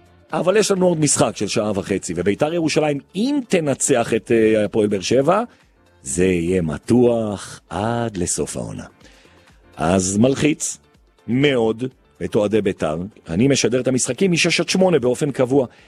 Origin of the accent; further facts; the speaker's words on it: Jerusalem, Jerusalem District, Israel; אני גם ירושלמי, אז אני מרגיש אנרגיה שנכנסת בי בירושלים